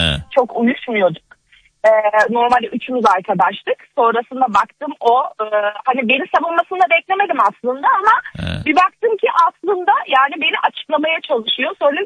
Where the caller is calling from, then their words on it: Ankara, Turkey; Ankara'dayım. İkamet ediyorum